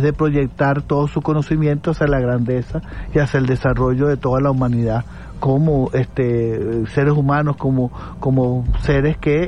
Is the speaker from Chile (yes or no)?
no; Venezuela; lo que somos como venezolanos